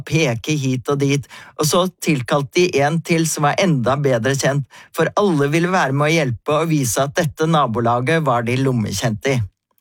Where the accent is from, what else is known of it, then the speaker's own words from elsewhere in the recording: Oslo, Norway; nå var vi midt i hjembyen min Oslo, her jeg bodde i nesten 60 år, og jeg hadde rotet meg bort.